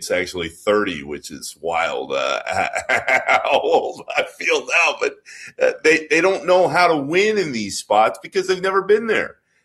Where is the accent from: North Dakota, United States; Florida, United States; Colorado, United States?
Florida, United States; Orlando; I grew up in Orlando. That team with Shaq and Penny was my first basketball love.